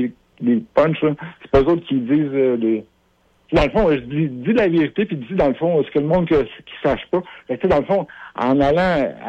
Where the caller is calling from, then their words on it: Quebec, Canada; accent: Québécois; je suis un Québécois, moi